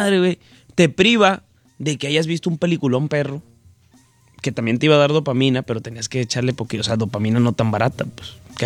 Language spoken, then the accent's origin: Spanish; Mexico